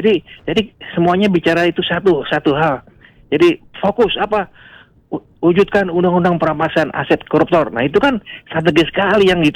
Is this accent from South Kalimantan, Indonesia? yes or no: no; Yogyakarta, Special Region of Yogyakarta, Indonesia; born there; Karena mungkin karena saya lahir di Yogyakarta.